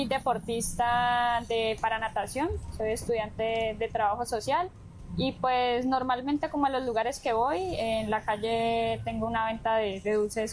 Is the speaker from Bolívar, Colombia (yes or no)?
no; Popayán, Cauca, Colombia; moved away as an adult; Del Cauca, soy de Copaya.